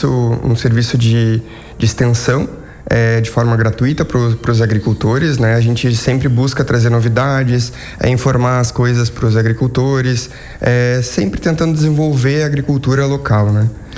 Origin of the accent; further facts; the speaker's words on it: Porto Alegre, Rio Grande do Sul, Brazil; accent: gaúcho; É, o pessoal fala que eu não tenho muito sotaque gaúcho. É porque de Porto Alegre tem um sotaque meio diferente